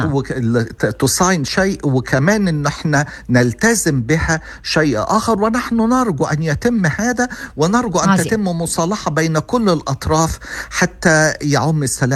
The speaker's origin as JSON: {"language": "Arabic", "country": "Egypt", "said": "أنا كمصري شو خصني بإسرائيل وشو خصني بالفلسطينيين؟"}